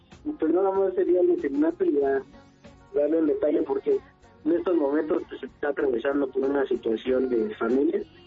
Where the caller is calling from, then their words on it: Tecámac, State of Mexico, Mexico; Yo soy de Tecámac, Estado de México.